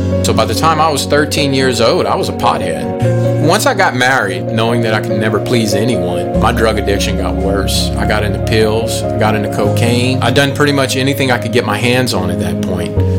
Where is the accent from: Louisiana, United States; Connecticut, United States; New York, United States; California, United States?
Louisiana, United States; I grew up here in Louisiana. This is the Deep South all my life.